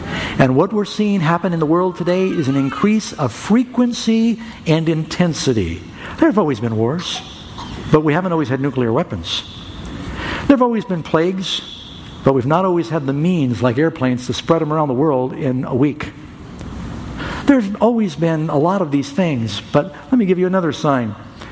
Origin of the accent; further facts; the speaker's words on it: New York City, New York, United States; I grew up in New York City